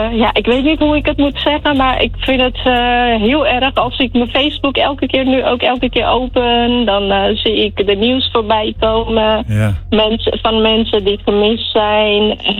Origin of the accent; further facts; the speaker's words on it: Nepal; now in Rotterdam, Netherlands; Wij staan nu 6-7 jaar in Kralingen. En mensen weten dat we uit Nepal komen.